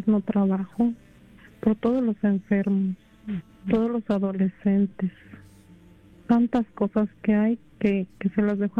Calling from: Chicago, Illinois, United States; Muy buenos días … de Chicago.

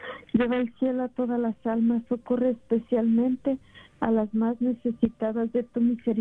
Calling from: California, United States; de aquí de California, Soledad.

